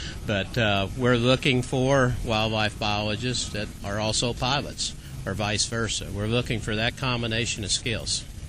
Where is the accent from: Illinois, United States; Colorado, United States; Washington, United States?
Illinois, United States; I grew up in Illinois, and just luckily, just at an event like this, met the state waterfowl biologist